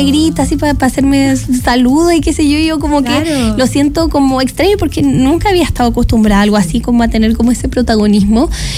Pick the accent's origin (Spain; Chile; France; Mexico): Chile; Valdivia, Los Ríos; yo soy de Valdivia.